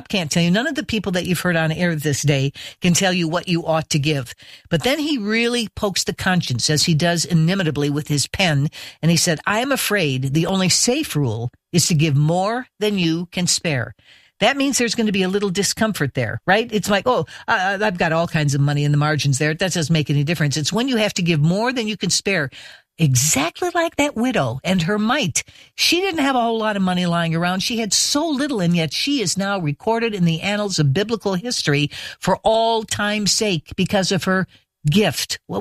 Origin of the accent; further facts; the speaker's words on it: Midwest, United States; now in US East Coast; You know, when I was raised in the Midwest, that'd be the time you'd go out for a fish fry. They don't do that so much here on the East Coast